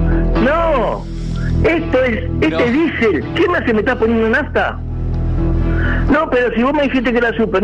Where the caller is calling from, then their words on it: Podestá, Buenos Aires Province, Argentina; Yo vivo en Podestá.